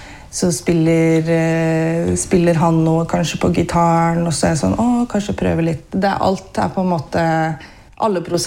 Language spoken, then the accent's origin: Norwegian; Geilo, Buskerud, Norway; Ja, jeg kommer fra Hallingdal, da. Jeg kommer fra Geilo, men det hører man ikke så godt heller.